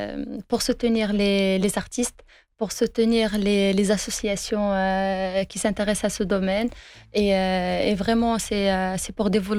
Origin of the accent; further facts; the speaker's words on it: Morocco; C'est sûr, on est des Marocains quand même.